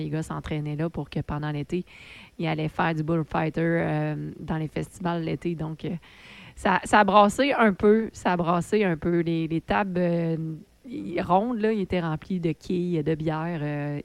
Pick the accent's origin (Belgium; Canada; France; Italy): Canada; Thetford Mines, Quebec; je viens de Ted Fermins. J'ai grandi dans les après-midi au ranch à Tardif.